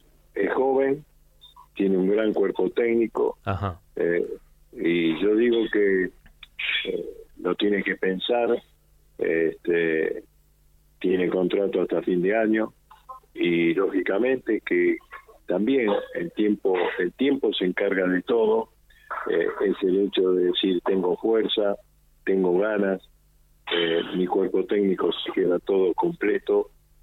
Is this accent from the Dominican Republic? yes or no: no; Argentina